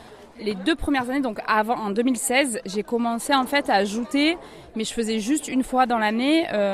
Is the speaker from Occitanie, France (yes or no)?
yes; Frontignan, Occitanie, France; Moi, là-bas, je suis de Frontignan.